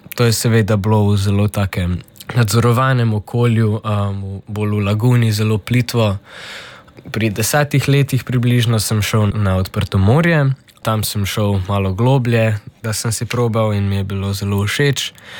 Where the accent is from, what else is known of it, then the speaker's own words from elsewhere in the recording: Celje, Savinja, Slovenia; Ja, se pravi, z družino smo originalno iz Celja. V Umagu na Hrvaškem imamo potapljaški center, kjer delamo poleti, ko je sezona.